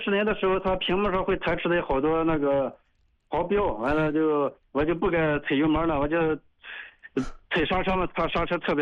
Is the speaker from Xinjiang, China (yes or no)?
yes; Xinjiang, China; 就新疆的，新疆的。